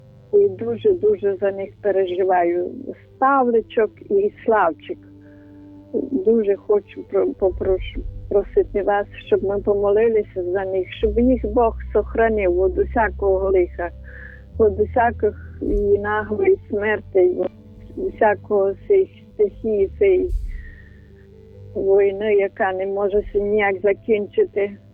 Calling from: Kyiv, Ukraine; Я з Києва

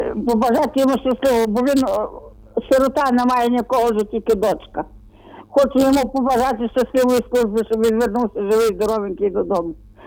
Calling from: Lviv Oblast, Ukraine; Я з Львівщини дзвоню.

